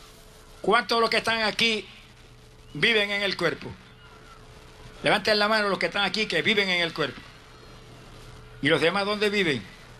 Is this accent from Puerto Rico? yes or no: yes; Camuy, Puerto Rico; una de las iglesias en mi pueblo de Camuy, allá en Puerto Rico.